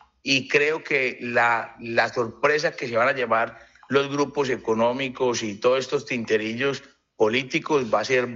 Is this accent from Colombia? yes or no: yes; Colombia